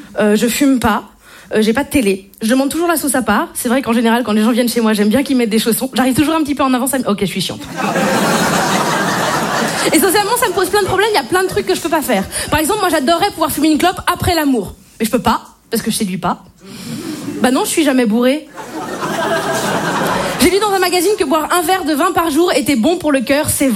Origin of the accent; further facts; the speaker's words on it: Brittany, France; Je suis bretonne. Et je ne bois pas d'alcool. Si, c'est vrai. En Bretagne, on m'appelle l'exception qui confirme la règle.